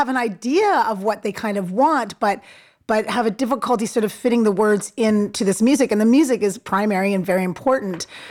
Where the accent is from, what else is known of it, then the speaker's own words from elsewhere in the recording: Ontario, Canada; growing up in Ontario, they always called it the May 2-4 weekend, you know, because it was around the 24th of May.